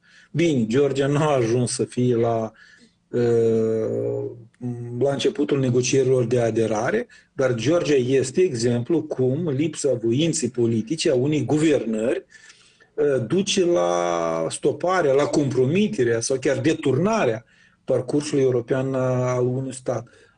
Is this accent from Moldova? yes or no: yes; Moldova